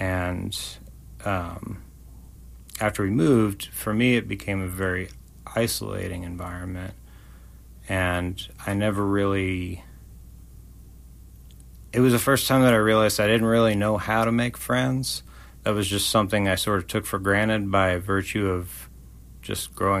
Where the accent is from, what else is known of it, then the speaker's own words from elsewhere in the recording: West Virginia, United States; born there; also born or lived in Maryland; now in Nashville, United States; I am not a native West Virginian. I was born in Maryland, and my family moved there when I was about 10. Mm-hmm. And we were in the Eastern Panhandle, right around Martinsburg, right off of Interstate 81 between Winchester, Virginia, and Hagerstown